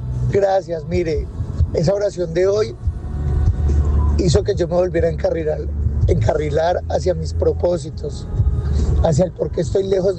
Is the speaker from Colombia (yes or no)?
yes; Cali, Valle del Cauca, Colombia; moved away; Abro mi boca con todo el orgullo diciendo que soy caleño, porque Cali a mí me dio felicidad, me dio alegría y me dio muchas bendiciones. Por cosas de la vida me tocó salir